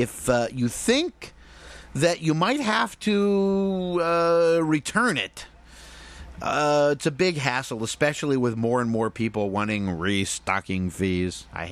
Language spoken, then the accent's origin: English; Chicago, Illinois, United States; I grew up in Chicago.